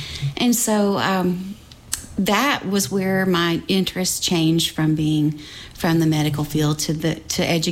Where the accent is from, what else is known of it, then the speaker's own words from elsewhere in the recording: Russell County, Virginia, United States; now in Bristol, United States; I grew up in Russell County, Virginia, and graduated from Lebanon High School in 1987.